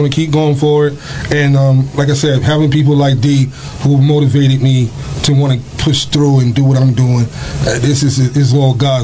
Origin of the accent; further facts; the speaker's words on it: Harlem, New York, United States; now in Bronx, United States; You already know. I'm from Harlem. End of the day, I'm from Harlem.